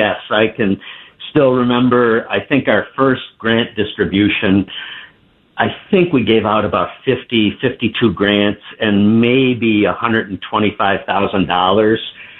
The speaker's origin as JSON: {"language": "English", "town": "Holland", "region": "New York", "country": "United States", "tie": "born or raised there", "said": "I grew up in the South Towns in a small town called Holland."}